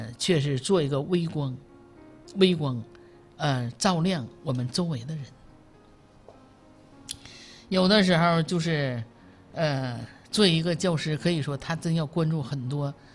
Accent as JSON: {"language": "Chinese", "country": "China", "said": "因为从我们中国来讲，可以说就是因为我们中国人就是尊师重教。"}